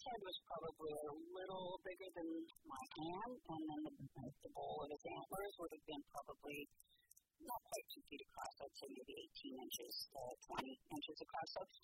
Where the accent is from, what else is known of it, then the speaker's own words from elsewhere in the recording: Alamosa, Colorado, United States; now in Hawaii, United States; I was born and raised in Alamosa, Colorado. South Central in the Rocky Mountains. So we always had access to wildlife